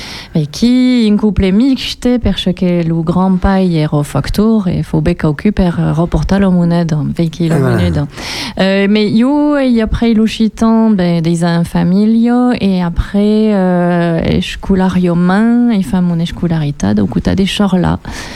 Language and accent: French; Sarlat, Nouvelle-Aquitaine, France; born there; moved away as an adult; also born or lived in Périgueux / Toulouse; d'abord Sarla, après Périgueux, et puis après, je suis partie d'Ofal où j'ai étudié à Toulouse.